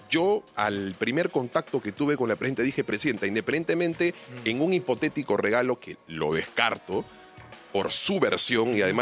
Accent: Ayacucho, Peru; el gobierno regional de Ayacucho, que además es mi tierra.

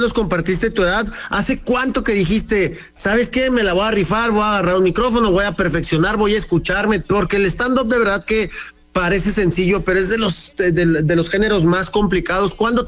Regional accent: Chihuahua, Mexico; yo soy de Chihuahua

